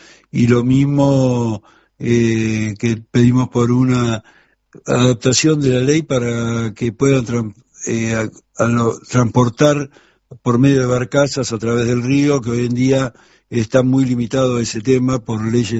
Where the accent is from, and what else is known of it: Argentina